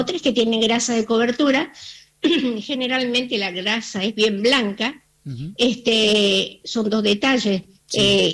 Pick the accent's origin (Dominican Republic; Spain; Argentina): Argentina; nuestra condición de argentinos y tan carnívoros que somos los argentinos